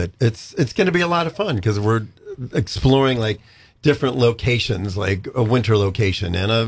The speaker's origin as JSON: {"language": "English", "town": "Pittsburgh", "region": "Pennsylvania", "country": "United States", "tie": "born or raised there", "said": "look, I mean, I grew up in Pittsburgh."}